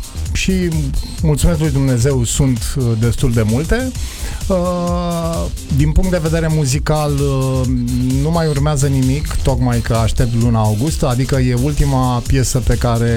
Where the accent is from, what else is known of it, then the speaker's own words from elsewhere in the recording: Constanța, Constanța County, Romania; born there; m-am născut aici în Constanța